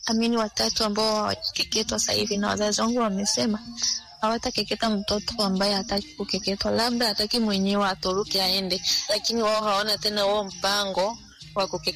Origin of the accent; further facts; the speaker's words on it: Tarime, Mara, Tanzania; Nyumbani kwetu ni Tarime.